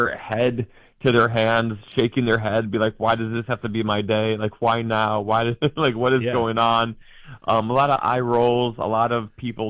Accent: Midwest, United States; now in New York, United States

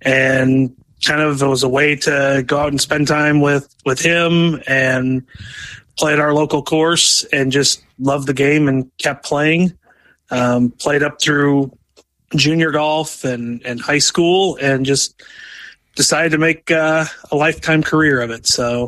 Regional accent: Wisconsin, United States; Town I grew up in Wisconsin had a little nine-hole golf course, and it was PGA Pro owned

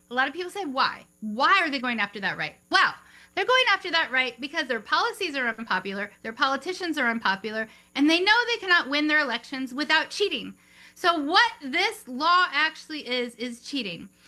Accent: Chicago, Illinois, United States; born there; even though I was born in Chicago, Illinois, and have been a lifelong voter.

